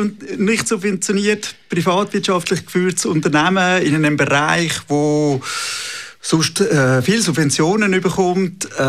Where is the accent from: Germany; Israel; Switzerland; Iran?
Switzerland; Uster, Zurich; Also ursprünglich aufgewachsen im Zürich Oberland, in Uster, also nicht so weit von Zürich.